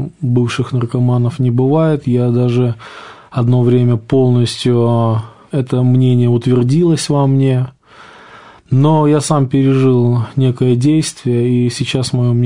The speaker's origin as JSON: {"language": "Russian", "town": "Smolensk", "region": "Smolensk Oblast", "country": "Russia", "tie": "born or raised there"}